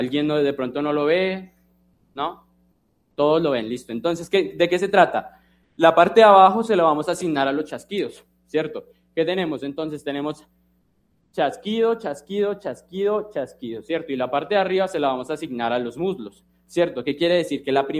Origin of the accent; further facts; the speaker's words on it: Bogotá, Colombia; aquí yo soy Rolo, la verdad.